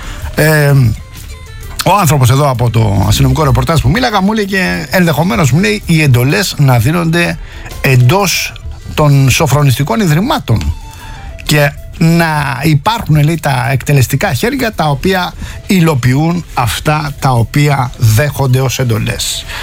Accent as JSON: {"language": "Greek", "town": "Rafina", "region": "Attica", "country": "Greece", "tie": "born or raised there", "said": "στην πατρίδα μου στη Ραφίνα."}